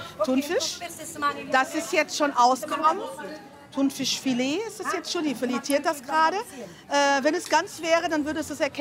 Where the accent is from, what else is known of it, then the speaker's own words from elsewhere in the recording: Bottrop, North Rhine-Westphalia, Germany; Ich komme aus Bottrop, ja.